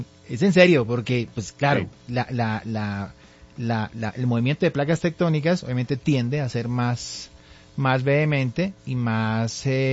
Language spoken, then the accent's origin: Spanish; Colombia; Para pesar de nosotros como colombianos, pues ya se ha entregado un primer balance